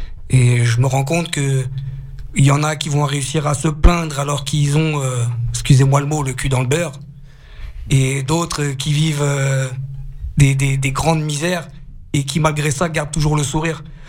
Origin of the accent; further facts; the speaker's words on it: Osny, Île-de-France, France; Moi, je viens d'Ony, je suis pas loin, je suis dans le 95, donc je suis vraiment juste à côté.